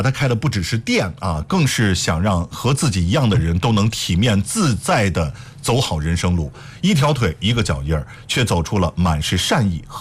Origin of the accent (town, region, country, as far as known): Shandong, China